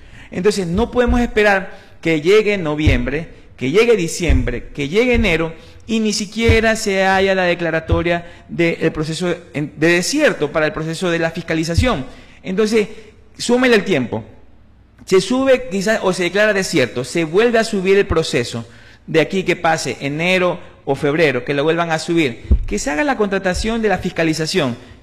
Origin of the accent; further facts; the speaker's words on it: Montecristi, Manabí, Ecuador; Yo soy montecristense de nacimiento, de corazón, sangre y vida. Y toda mi vida he vivido mal.